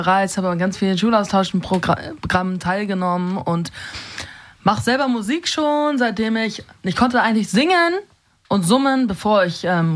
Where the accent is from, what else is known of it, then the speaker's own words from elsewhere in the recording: Northern Germany, Germany; accent: nordischer Schnack; now in Tanzania; ich komme aus Wagtheide.